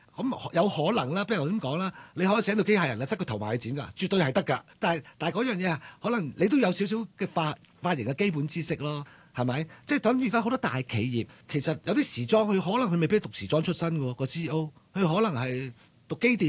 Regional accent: Hong Kong; 我自己身為土生土長香港人，我梗係以香港為個基本㗎啦。

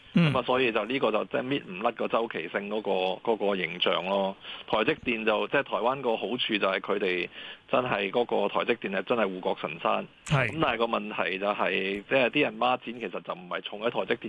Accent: Hong Kong

